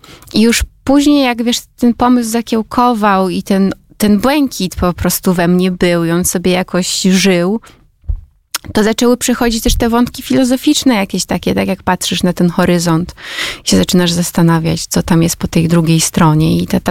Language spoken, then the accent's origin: Polish; Tczew, Pomeranian Voivodeship, Poland; moved away; also born or lived in Gdańsk / Sopot; Ja z morzem jestem związana od dziecka, bo ja w ogóle oryginalnie pochodzę z Tczewa